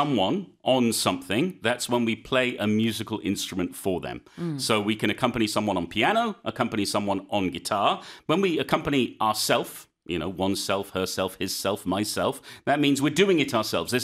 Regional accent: United Kingdom; I am British

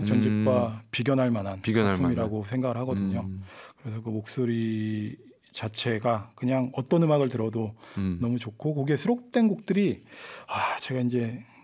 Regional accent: Daejeon, South Korea; 대전 출신이어서

